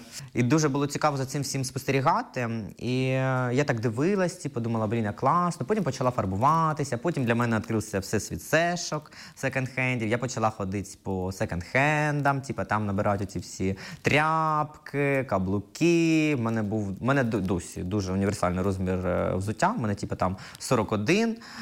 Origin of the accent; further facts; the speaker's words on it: Kropyvnytskyi, Kirovohrad Oblast, Ukraine; Ні, я з Кропивницького.